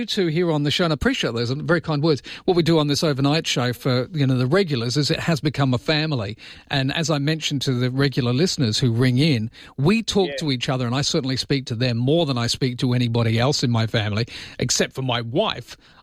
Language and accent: English; England, United Kingdom; now in Australia; Australia, obviously, because I live here and I love it. But it doesn't mean that I'm not English anymore.